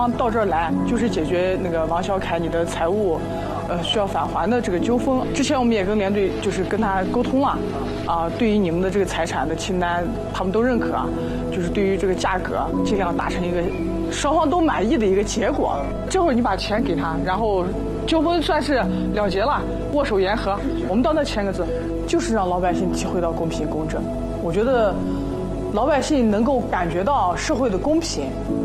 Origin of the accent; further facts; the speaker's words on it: Xinjiang, China; 我是22团土生土长的人啊